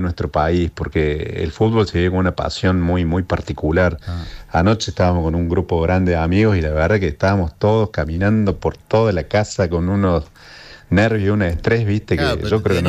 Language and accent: Spanish; Córdoba, Argentina; Bueno, Sofi nombró, somos de Alta Córdoba, en el Sanatorio Francés.